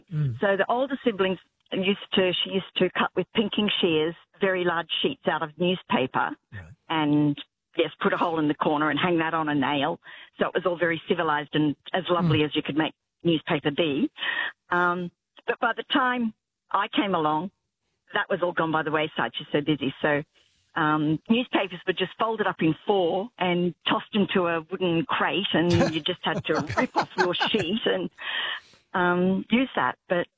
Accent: Brisbane, Queensland, Australia; when I was a child, I grew up in Brisbane, and we had an outhouse.

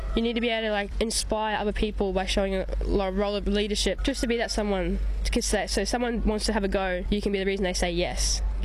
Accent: Banana, Queensland, Australia; So I grew up near Banana, near Rockhampton, on a beef property.

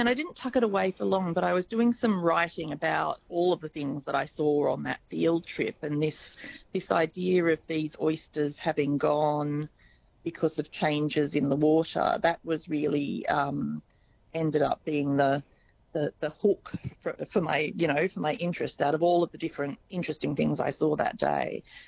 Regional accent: Wollongong, New South Wales, Australia; now in Albany, Australia; I'd grown up on the coast in Wollongong

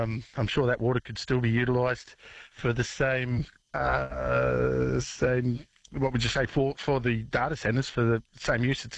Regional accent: Doonan, Queensland, Australia; I'm from Doonan I'm up at Karoi Mountain at the moment.

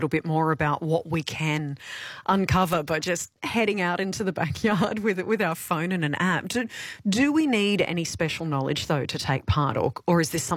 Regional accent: Warrumbee, Australia; I've also got Diane in Warrumbee, which is where I grew up. That's my hometown, Diane.

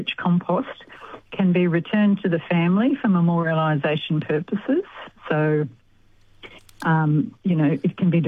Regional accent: Australia; And because I'm Australian and we're a direct sort of people, I'd say human composting

